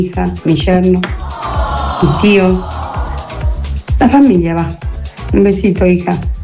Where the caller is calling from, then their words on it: Junín, Buenos Aires Province, Argentina; de Junín.